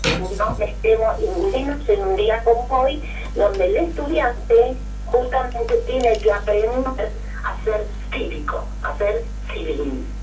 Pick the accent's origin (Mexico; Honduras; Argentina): Argentina; Rosario, Santa Fe; yo soy el normal número 2, porque soy de Rosario